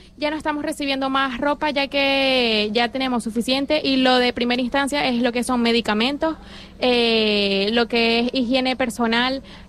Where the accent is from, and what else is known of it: Valencia, Carabobo, Venezuela